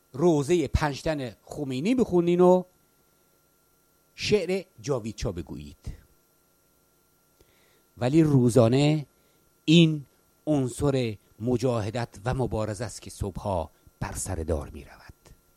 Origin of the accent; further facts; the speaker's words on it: Khorasan, Iran; now in Sweden; اهل خراسانم و مسلمان و فرزند ایرانم، تکرار میکنم اهل خراسانم مسلمانم فرزند ایرانم.